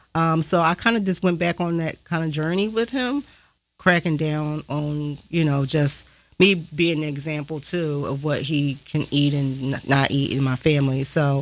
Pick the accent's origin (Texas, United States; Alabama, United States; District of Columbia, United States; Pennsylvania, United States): Pennsylvania, United States; Philadelphia; born there; I was born here in Philadelphia, but I'm an Army brat. My dad is a sergeant in the Army, and so we traveled a lot.